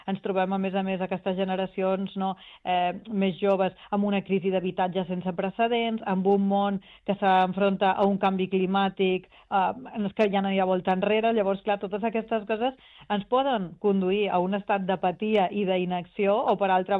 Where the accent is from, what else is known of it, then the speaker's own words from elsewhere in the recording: Ibiza, Balearic Islands, Spain; Jo, per exemple, visc a una illa petita, jo sóc d'Eivissa, aquí, per exemple, només es produeix el 3% dels aliments que consumim aquí